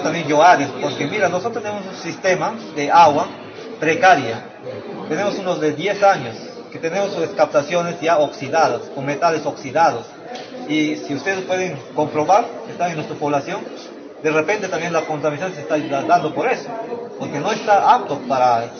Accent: Peru; conozco bien mi pueblo

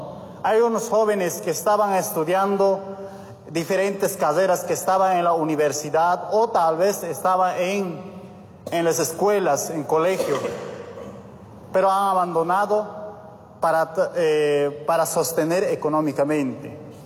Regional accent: Bolivia; moved away; Los jóvenes se quedaban en nuestros pueblos. Ahora que cuando es retornado a mi pueblo, los jóvenes ya no hay.

